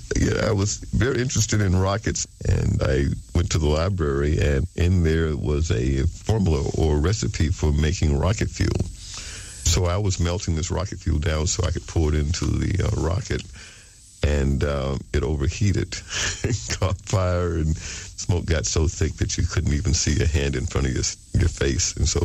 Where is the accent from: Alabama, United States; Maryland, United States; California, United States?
Alabama, United States; Mobile; I grew up in Alabama. It was Mobile, Alabama. My father was a military veteran.